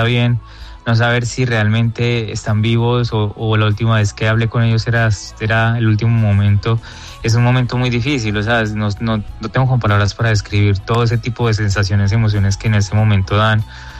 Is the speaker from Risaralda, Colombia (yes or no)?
yes; Pereira, Risaralda, Colombia; porque pues yo soy de Pereira y realmente como que viví eso muy de cerca